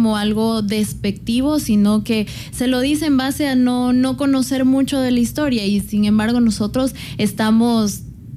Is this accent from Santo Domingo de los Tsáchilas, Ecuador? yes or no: yes; Santo Domingo de los Tsáchilas, Ecuador